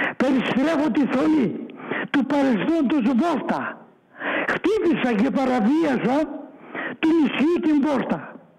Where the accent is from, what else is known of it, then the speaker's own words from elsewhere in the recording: Cyprus; moved away; Και σαν με διώξαν οι Τούρκοι από το νησί μου να φύγω από το σπίτι